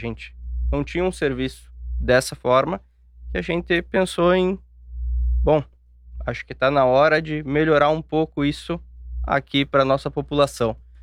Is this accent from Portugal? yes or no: no; Porto Alegre, Rio Grande do Sul, Brazil; moved away as an adult; now in Nova Prata, Brazil; eu sou nascido e criado em Porto Alegre, né?